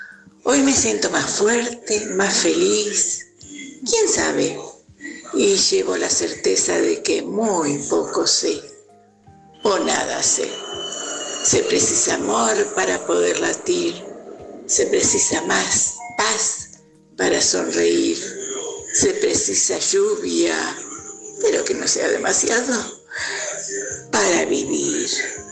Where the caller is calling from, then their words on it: Paraná, Entre Ríos, Argentina; de Paraná, Entre Ríos.